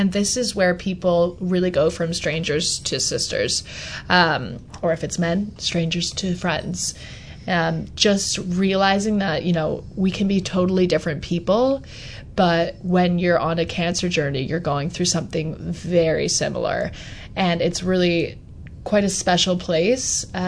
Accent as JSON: {"language": "English", "country": "Canada", "said": "I'm Canadian"}